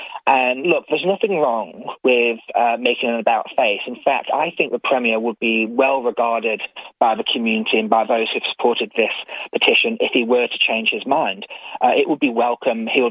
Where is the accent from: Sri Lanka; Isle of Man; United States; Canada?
Isle of Man; now in Australia; Look, I'm from the Isle of Man, Leith. I love the TT races.